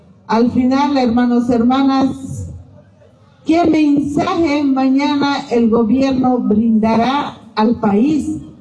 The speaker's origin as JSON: {"language": "Spanish", "country": "Bolivia"}